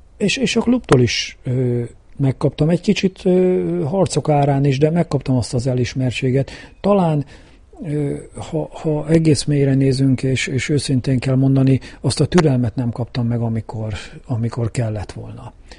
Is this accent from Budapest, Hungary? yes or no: no; Kecskemét, Bács-Kiskun, Hungary; born there; itt születtem, ugye a városközpontban, itt nőttem föl a egyik városrészbe, ugye a Széchenyi városba